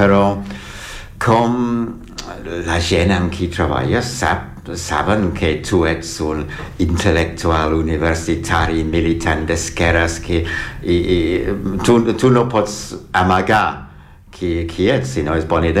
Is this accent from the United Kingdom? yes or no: yes; London, United Kingdom; Catalan is a second language; moved away as an adult; jo vaig néixer a Londres, però no vaig viure de nen en el centre de Londres. Vivíem en un en el metro de Londres, però a uns 30 quilòmetres del centre, no?